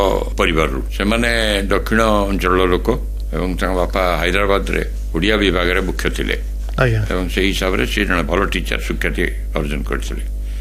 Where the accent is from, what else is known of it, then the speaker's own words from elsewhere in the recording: Rairangpur, Odisha, India; ସେ ମୟୂରଭଞ୍ଜ ଷ୍ଟେଟରେ ଚାକିରି କଲେ, ମୁଁ ଜନ୍ମ ରାଇରଙ୍ଗପୁରରେ, ଏଠିକା ଲୋକ, ଏଠିକା ଜଳବାୟୁ, ଏଠିକା ପରିବେଶ ସବୁଥିରେ ମୁଁ ହେଲି।